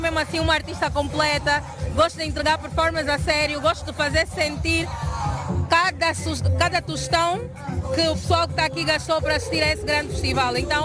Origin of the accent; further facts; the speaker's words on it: Luanda, Angola; eu sou do Miramar, município do Sambizanga.